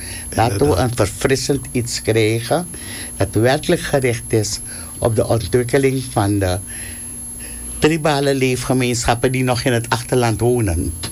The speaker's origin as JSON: {"language": "Dutch", "country": "Suriname", "said": "Ik ben een van de Surinamers die vindt dit grote land zo weinig volk."}